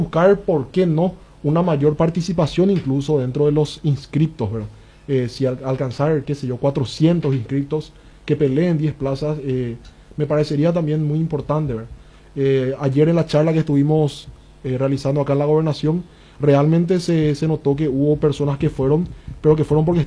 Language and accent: Spanish; Coronel Oviedo, Caaguazú, Paraguay; Somos 10 del departamento de Caaguazú, 9 ovetenses y una de Cecilio Báez.